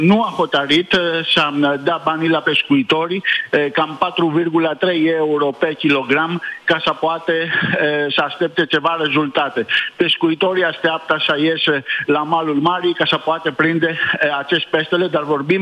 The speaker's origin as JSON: {"language": "Romanian", "country": "Greece"}